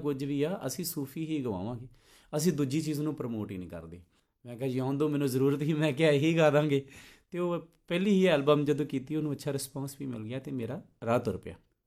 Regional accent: Punjab, India; ਕਿਉਂਕਿ ਮੈਂ ਪੰਜਾਬ ਦੇ ਉਹ ਤਰਨ ਤਾਰਨ ਡਿਸਟ੍ਰਿਕਟ ਦੇ ਬਿਲਕੁਲ ਬਾਰਡਰ ਲਾਈਨ ਤੋਂ ਆਉਣ ਵਾਲਾ ਮੁੰਡਾ ਹਾਂ

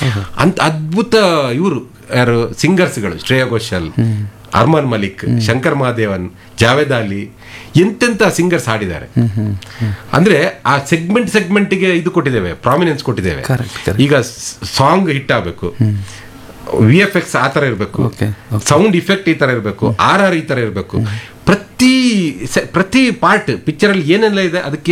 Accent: Karnataka, India; ನಮ್ಮ ಆರಾಧ್ಯ ದೈವ ಮನೆಯಲ್ಲಿ, ಎಲ್ಲರ ಮನೆಯಲ್ಲಿ ನಾರ್ಮಲ್ ಆಗಿ ಸೌತ್ ಕೇಂದ್ರದಲ್ಲೆಲ್ಲ ಈ ಆರಾಧ್ಯ ದೈವ ಕೊರಗಜ್ಜ.

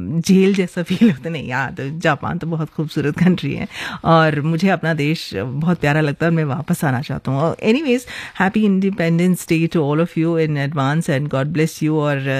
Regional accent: Jamshedpur, Jharkhand, India; और भारत में हम लोग बहुत शांति से रहते हैं।

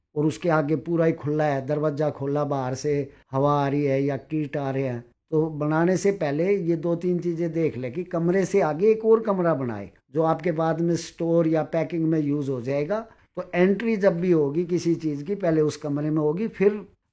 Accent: Delhi, India; मैं तो दिल्ली का ही रहने वाला हूँ

